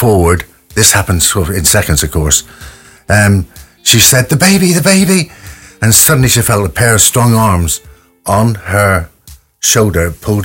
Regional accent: Liverpool, North West England, United Kingdom; born there; And I was born in 1947 in Liverpool, but just before that, I was raised as a Roman Catholic.

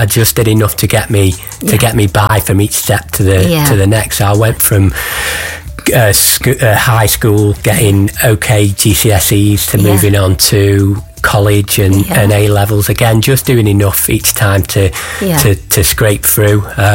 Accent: Stoke-on-Trent, West Midlands, United Kingdom; born there; Okay, so I was born in here in Stoke-on-Trent.

